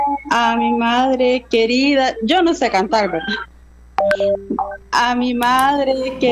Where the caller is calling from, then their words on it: Chalatenango, El Salvador; De Barrio La Sierpe.